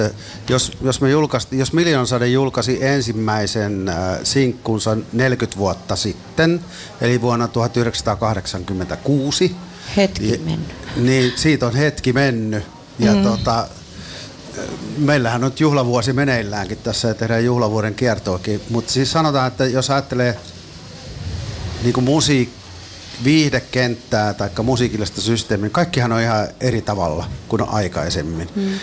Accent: Ostrobothnia, Finland; mäkin olen Pohjanmaalta kotoisin, niin mä oon jäyhä pohjalainen

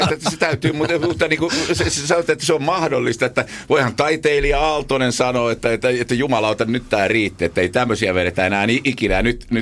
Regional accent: Tampere, Pirkanmaa, Finland; Mä oon syntynyt Atalassa, eka 10 vuotta asuin Atalassa ja sitten muutettiin Nekalaa. Siellä asuin semmoisen melkein 5 vuotta ja sitten siitä Multisiltaan

